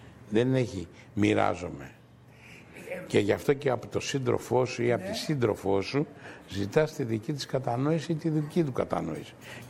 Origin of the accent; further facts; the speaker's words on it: Piraeus, Attica, Greece; Ήτανε λίγο δύσκολο για μένα ένας Πειραιώτης να αφήνει την πόλη του και να πηγαίνει στην Αθήνα.